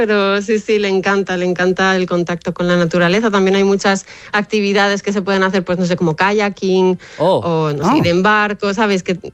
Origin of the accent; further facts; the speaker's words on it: Alicante, Valencian Community, Spain; La costa, por ejemplo, aquí, bueno, de donde yo soy, en Alicante, está todo muy construido.